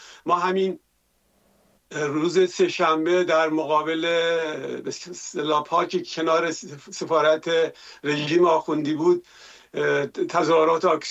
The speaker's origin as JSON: {"language": "Persian", "town": "Karaj", "region": "Alborz", "country": "Iran", "moved": "yes", "lives_now": "Norway", "said": "حتی شهیده بودن شهر خودمون کرج،"}